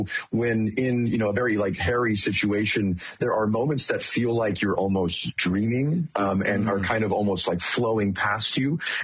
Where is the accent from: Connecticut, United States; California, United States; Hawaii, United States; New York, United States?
California, United States; Sunnyvale; moved away; I was 16 years old. And so I'm from Northern California, Silicon Valley area.